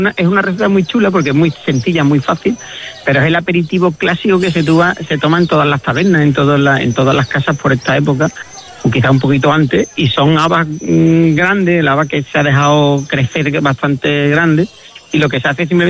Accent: Andalusia, Spain; sobre todo en mi tierra, en todo sitio, cuidado, que cada uno creo que tenemos que contar nuestra historia, ¿no? Y yo creo que Andalucí

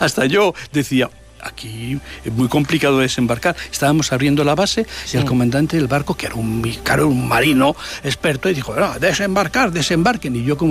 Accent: Madrid, Community of Madrid, Spain

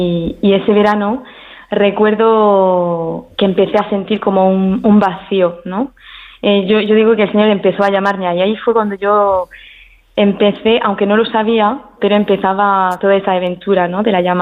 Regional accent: Paris, Île-de-France, France; moved away as an adult; yo nací, bueno, soy francesa, mi padre es francés, mi madre española, murciana, y yo nací en París y viví ahí hasta los 22 años, hasta que entré al convento.

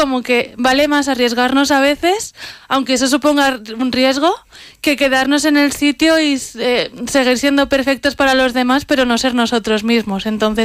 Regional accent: Catalonia, Spain; now in Escucha, Spain; Soy de un pueblecito de Gerona, de la costa. Pero bueno, ya llevo unos añitos aquí y estoy encantada con Teruel y con toda la zona.

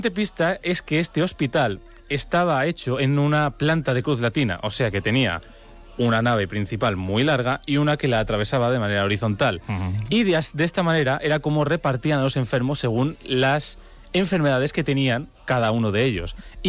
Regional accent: Torrijos, Castilla-La Mancha, Spain; Alonso de Covarrubias, que es paisano mío, sí, es de Torrijos.

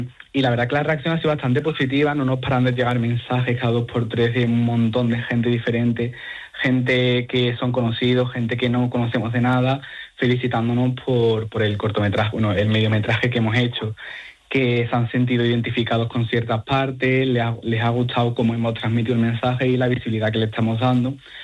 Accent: Ceuta, Spain; nos da miedo poner que somos de Ceuta, porque Ceuta es una ciudad que está tan aislada de la península

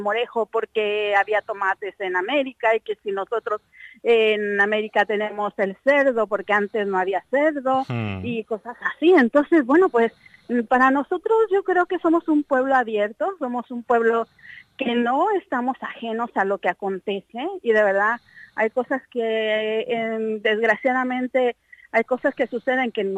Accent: Mexico; hoy celebramos el ser mexicano, el orgullo de nacer en una tierra

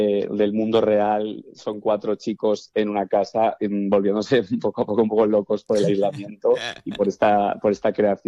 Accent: Navarre, Spain; Nunca se dice dónde es, pero bueno, yo soy de Navarra.

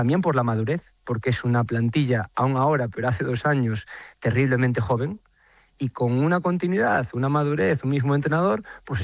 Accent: Galicia, Spain

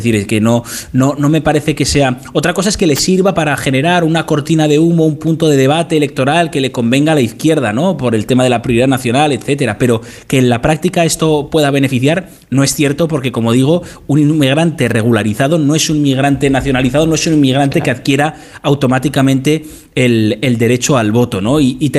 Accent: Basque Country, Spain; Y muchas veces me he preguntado en mi tierra, ¿no? Y en el País Vasco, ¿qué pasaría si hiciéramos una ley de nietos?

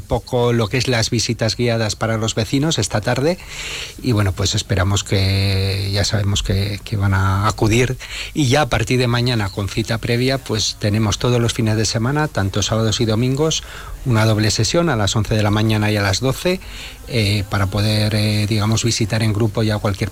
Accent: Clavijo, La Rioja, Spain; soy de Clavijo.

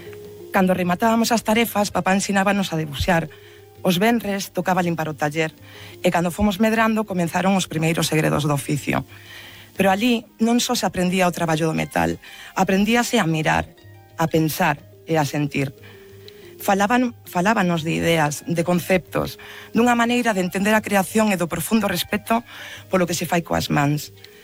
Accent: Santiago de Compostela, Galicia, Spain; pois son compostelá, e porque pertenzo a un gremio que leva séculos formando parte da identidade de Santiago e do patrimonio cultural de Galicia, a Uribería. A miña historia comenzou nun pequeno obradoiro de Vistalegre, o barrio onde medrei.

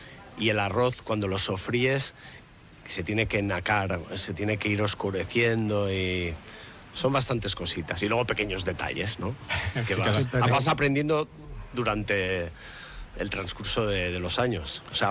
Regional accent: Barcelona, Catalonia, Spain; moved away as an adult; also born or lived in Sant Carles de la Ràpita; now in San Sebastián, Spain; yo soy nacido en Barcelona, he vivido hasta los 25 años en Barcelona.

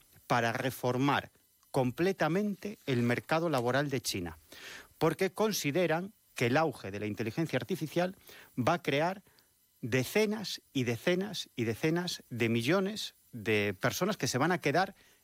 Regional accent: Galicia, Spain

